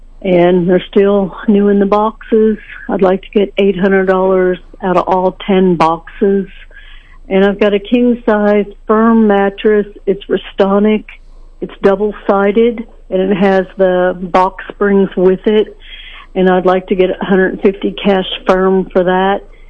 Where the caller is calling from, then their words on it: Sedalia, Missouri, United States; I'm calling from Sedalia, and I've got a black futon I'd like to get $80 for.